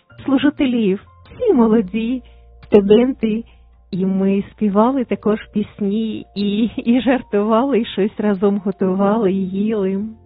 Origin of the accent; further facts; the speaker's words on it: Kyiv, Ukraine; Батьки, їхні батьки, всі жили в Києві, ми кияни вже там в якому поколінні.